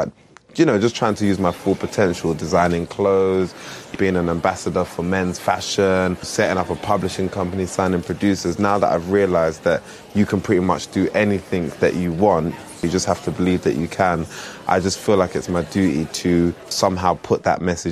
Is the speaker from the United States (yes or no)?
no; United Kingdom; I'm British by nature